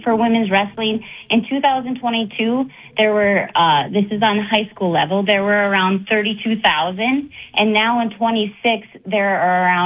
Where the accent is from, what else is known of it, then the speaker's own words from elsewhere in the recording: Linton, North Dakota, United States; Well, I grew up in Linton.